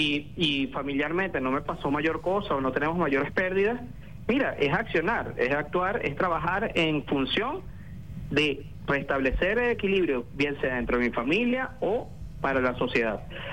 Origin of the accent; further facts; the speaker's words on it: Venezuela; Nosotros como venezolanos tenemos el gentilicio de ser empáticos.